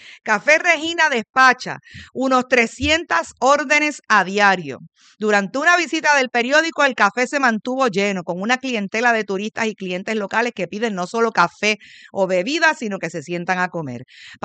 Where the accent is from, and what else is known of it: Puerto Rico